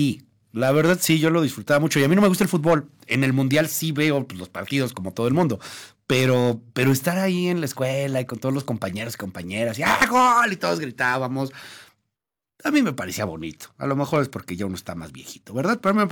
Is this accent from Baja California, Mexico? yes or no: yes; Ensenada, Baja California, Mexico; Soy de Ensenada, Baja California.